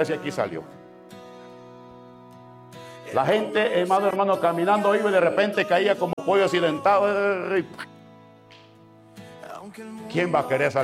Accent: Ahuachapán, El Salvador; Se oyó la bulla en el cantoncito de donde soy, que no vengo de la ciudad. Vengo de un cantón, no me avergüenza decirlo. Y se llama Cara Sucia.

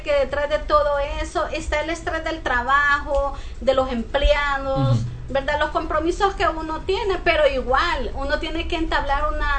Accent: Santa Ana, El Salvador; now in Metapán, El Salvador; Yo soy de Santa Ana, pero yo tengo 35 años de estar acá.

